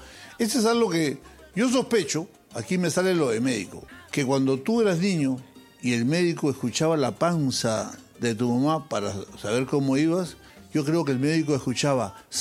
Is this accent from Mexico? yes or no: no; Peru